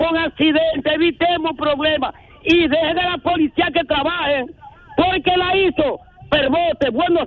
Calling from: Duvergé, Independencia, Dominican Republic; algunos motoristas de mi pueblo, Duvergé

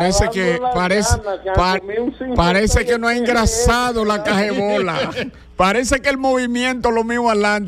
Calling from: Villa Jaragua, Baoruco, Dominican Republic; de Villa Jaragua. Saludo, hermano, y distinción.

